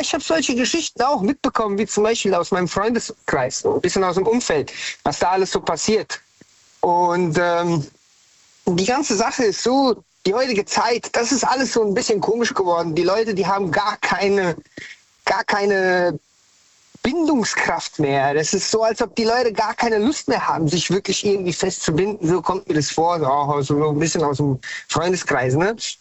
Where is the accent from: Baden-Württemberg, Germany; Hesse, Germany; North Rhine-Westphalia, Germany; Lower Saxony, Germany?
Hesse, Germany; Hanau; Also eigentlich komme ich von ganz woanders her, aber ich bin in Hessen, Hanau, Hessen-Frankfurt aufgewachsen und bin dann nach Hanau gezogen.